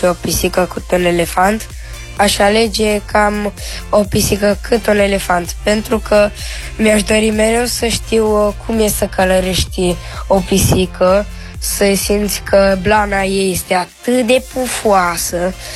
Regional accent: Bucharest, Romania; din București și am 10 ani.

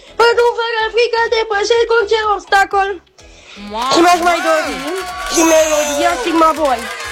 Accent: Botoșani, Botoșani County, Romania; din Botoșani, am 10 ani

